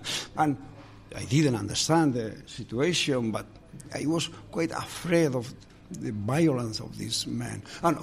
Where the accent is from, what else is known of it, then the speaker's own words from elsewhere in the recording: Basque Country, Spain; first language eu; English is a second language; Spanish is also my language, but my first language was the Basque, because my family was Basque speaker and so on.